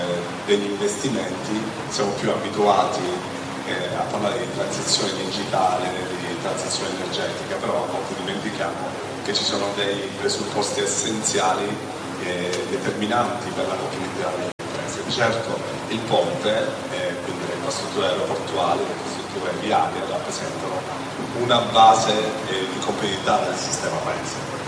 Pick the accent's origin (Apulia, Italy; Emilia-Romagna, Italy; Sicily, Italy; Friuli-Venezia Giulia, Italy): Sicily, Italy; Intanto, essendo siciliano, devo esprimere un parere sulle infrastrutture e sul ponte